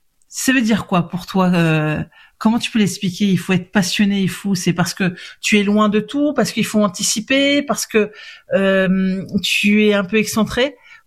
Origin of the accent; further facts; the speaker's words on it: Brittany, France; je te pose cette question en tant que bretonne